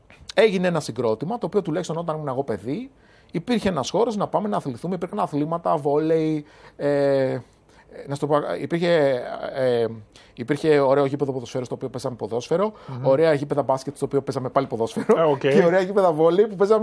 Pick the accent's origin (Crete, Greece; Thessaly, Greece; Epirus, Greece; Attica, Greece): Attica, Greece; Peristeri; Ναι, όταν γύρισα από το Αγρίνιο και ήμουν μεγάλωσα στη Χωράφα πάνω στο Περιστέρι